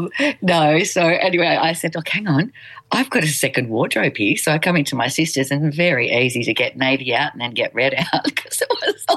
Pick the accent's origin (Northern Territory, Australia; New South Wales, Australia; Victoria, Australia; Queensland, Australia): New South Wales, Australia; Camden; I grew up in Camden.